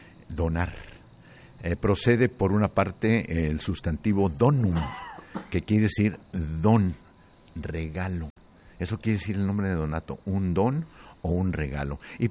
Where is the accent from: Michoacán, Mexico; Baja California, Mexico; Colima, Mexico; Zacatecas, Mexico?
Zacatecas, Mexico; Tlaltenango; moved away; Yo soy de un pueblo, ya es una ciudad, ya está muy grande, progresista mi pueblo. Se llama Tlaltenango, Zacatecas, pero para los gringos es Tlaltehollywood, Zacatexas.